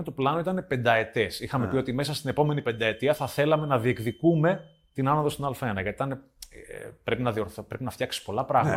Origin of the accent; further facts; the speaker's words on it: Rethymno, Crete, Greece; ήξερα ότι κάποια στιγμή θέλω να επιστρέψω στο Ρέθυμνο και να προσφέρω στον τόπο μου